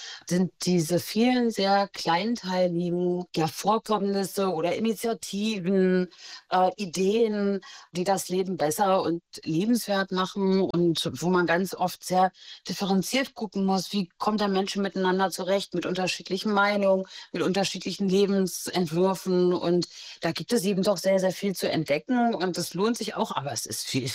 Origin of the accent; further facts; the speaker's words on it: Mecklenburg-Vorpommern, Germany; Nee, also wenn ich nach Mecklenburg fahre, fahre ich natürlich nach Mecklenburg, gerade als Mecklenburgerin.